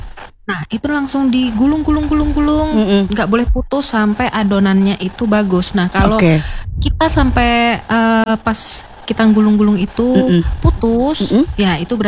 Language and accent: Indonesian; Central Java, Indonesia; now in Manokwari, Indonesia; Saya malah dari Jawa Tengah.